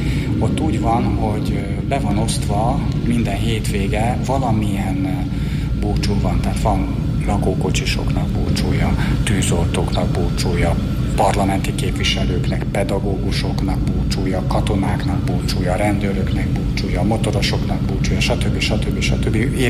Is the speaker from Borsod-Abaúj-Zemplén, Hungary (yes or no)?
no; Budapest, Hungary; én kőbányai vagyok, kőbányán születtem